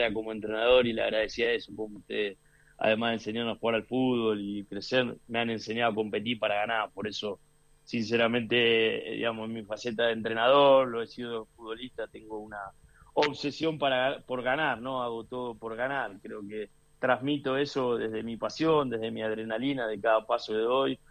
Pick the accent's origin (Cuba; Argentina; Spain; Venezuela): Argentina; Mirá, yo era, bueno, yo crecí ahí en Parque en Argentino, yo era enganche.